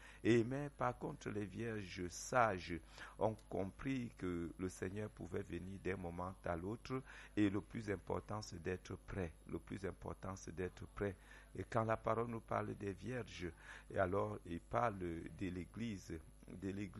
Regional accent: Cameroon

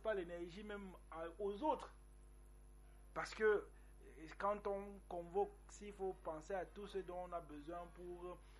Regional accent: Cameroon; nous sommes Camerounais

